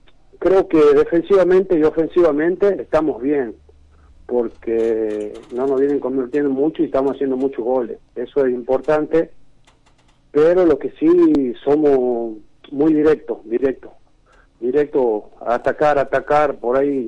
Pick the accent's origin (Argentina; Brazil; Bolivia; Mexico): Argentina; also born or lived in Rosario / Buenos Aires; yo soy de acá, del Raro, del pueblo, y bueno, yo siempre he jugado afuera, me fui a Rosario, a Buenos Aires, jugué afuera, después me vine